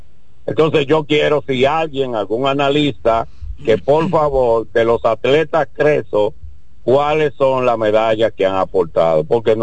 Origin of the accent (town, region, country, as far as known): Dominican Republic